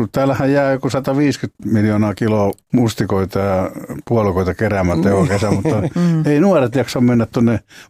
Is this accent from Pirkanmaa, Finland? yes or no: no; Lapinjärvi, Uusimaa, Finland; Mä muistan, kun Lapinjärjellä, missä mä oon kotoisin pieni kylä tuolla Itä-Uudellamaalla, niin naapurin lapset ne keräsi joka kesä marjoja